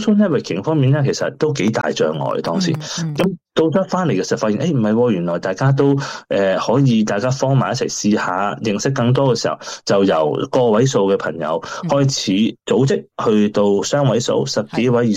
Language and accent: Cantonese; Hong Kong; first language Cantonese; now in Australia